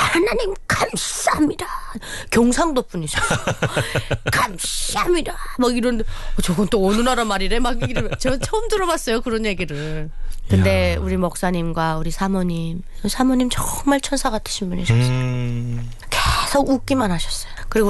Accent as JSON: {"language": "Korean", "country": "North Korea", "moved": "yes", "lives_now": "South Korea", "said": "우리 고향 분들이"}